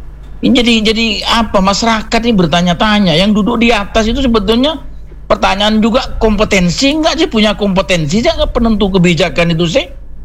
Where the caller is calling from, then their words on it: Batu, East Java, Indonesia; sebagai warga Kota Batu